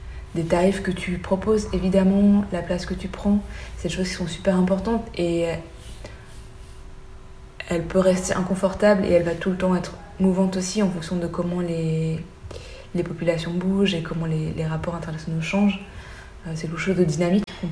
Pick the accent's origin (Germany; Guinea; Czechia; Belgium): Belgium; comme je suis belge au Thaï, pour des personnes blanches en Belgique, personne ne remettrait en question ma légitimité